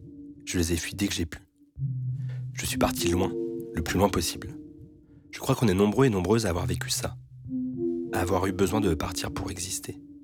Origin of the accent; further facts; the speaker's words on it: Ambierle, Auvergne-Rhône-Alpes, France; born there; Tout en vivant dans des tout petits villages comme celui où moi je suis né, à Ambierle, au nord du département de la Loire.